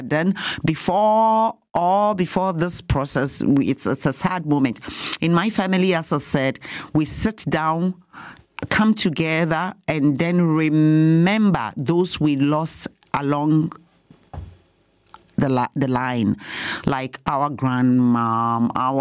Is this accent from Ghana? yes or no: yes; Ghana; For us in Ghana, I come from Ghana, so I can specifically talk about Easter in Ghana.